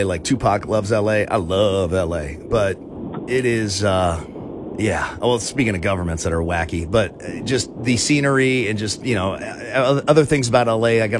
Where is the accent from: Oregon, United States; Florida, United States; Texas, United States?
Florida, United States; now in Tennessee, United States; I'm from South Florida, where it's hard to drink black coffee ever year-round.